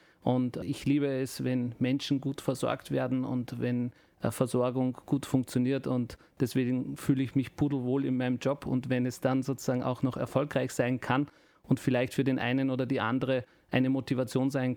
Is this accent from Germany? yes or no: no; Salzburg, Austria; born there; Ich bin in der dritten, meine Kinder in der vierten Generation hier.